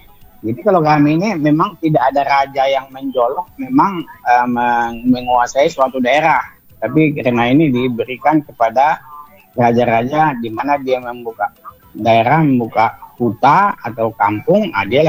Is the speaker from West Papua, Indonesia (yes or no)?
no; North Sumatra, Indonesia; Kalau kami kan asalnya dari Mandailing, Kabupaten Mandailing Natal.